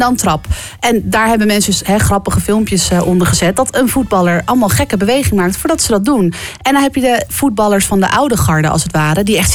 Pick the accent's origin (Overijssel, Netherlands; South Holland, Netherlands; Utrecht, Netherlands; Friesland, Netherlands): Utrecht, Netherlands; ik ben een echte Utrechter.